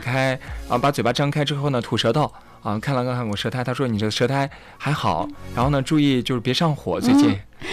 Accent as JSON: {"language": "Chinese", "country": "China"}